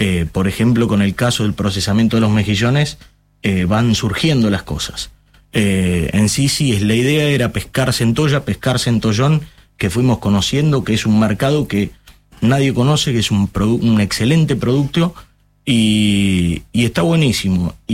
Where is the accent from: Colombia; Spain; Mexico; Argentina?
Argentina; Buenos Aires; born there; moved away as an adult; also born or lived in Santa Cruz, Argentina; now in Ushuaia, Argentina; Yo soy de Buenos Aires, nacido en Buenos Aires. Sí. Trabajé unos 10 años en Santa Cruz.